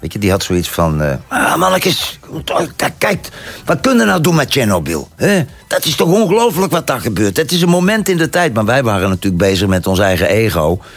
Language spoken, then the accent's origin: Dutch; Netherlands; now in Belgium; Want ik kwam uit Nederland.